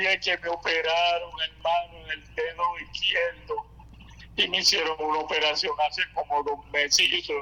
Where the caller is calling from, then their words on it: Carolina, Puerto Rico; de Carolina.